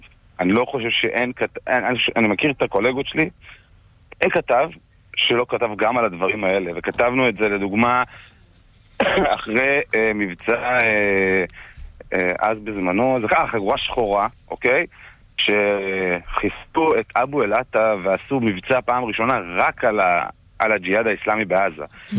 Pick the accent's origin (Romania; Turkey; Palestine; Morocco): Morocco; אני מרוקאי, אתה רוצה לעשות את הרעיון הזה? אני מרוקאי.